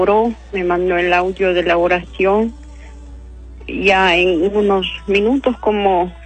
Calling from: San Marcos de Guajiquiro, La Paz, Honduras; de aquí, de San Marcos, Guajiquiro, en el departamento de La Paz.

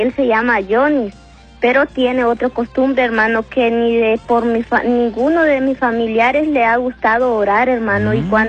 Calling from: San José de Comayagua, Comayagua, Honduras; De Las Delicias, San José de Comayagua.

